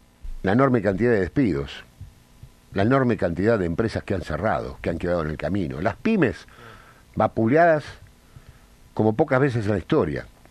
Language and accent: Spanish; Argentina